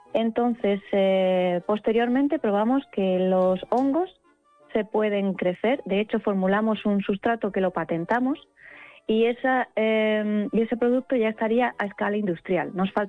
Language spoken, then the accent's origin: Spanish; Murcia, Region of Murcia, Spain; now in Madrid, Spain; soy murciana. Nací en Murcia, crecí toda mi infancia pasando los veranos en los Urrutias, a las orillas del Mar Menor, y pues por esas cosas de la vida terminé trabajando para la Universidad Autónoma.